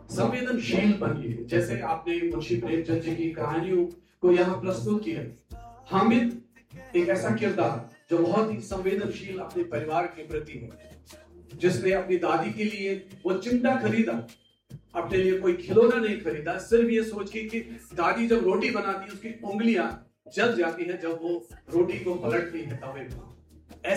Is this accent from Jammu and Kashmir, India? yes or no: yes; Jammu and Kashmir, India; now in Ambala, India; मैं मूलतः कश्मीर से हूं और 36 वर्ष पहले अंबाला की इस कर्मभूमि पर आया था जब हमने सब कुछ पीछे छोड़ सब कुछ खोके एक नए संस्कृति में एक नए आबोहवा में हमने अपनी जिंदगी शुरू की।